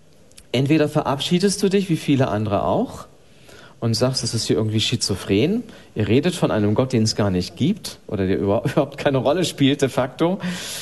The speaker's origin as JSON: {"language": "German", "region": "Bremen", "country": "Germany", "tie": "born or raised there", "said": "ich bin in einem katholischen Elternhaus aufgewachsen. Ich bin in Bremen aufgewachsen und zwar, das ist ja bekanntermaßen eher protestantisch beziehungsweise jetzt höchst säkular geprägt heutzutage."}